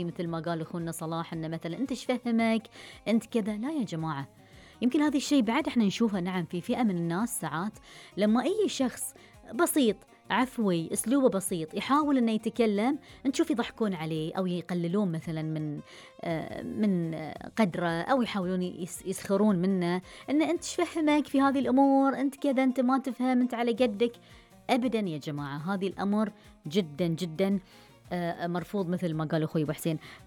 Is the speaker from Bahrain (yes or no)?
yes; Bahrain; accent: Bahraini; لهجتنا البحرينية